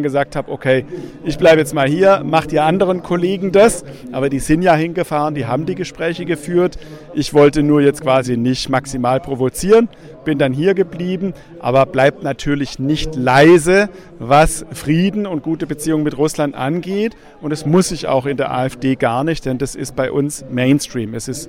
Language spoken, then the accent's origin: German; Germany